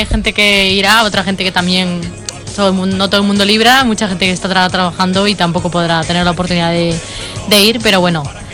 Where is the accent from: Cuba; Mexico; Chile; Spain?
Spain; Cambados, Galicia; moved away; en mi pueblo, mi madre y mi padre van a ir a la Torre de San Sadurniño, allí en Cambados